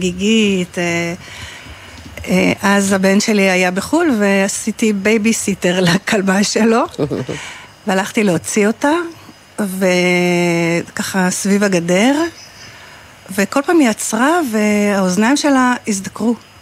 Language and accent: Hebrew; Tze'elim, Southern District, Israel; moved away as an adult; now in Holit, Israel; אני גרה בחולית 11 שנים. מרבית חיי גדלתי בצאלים, בקיבוץ צאלים.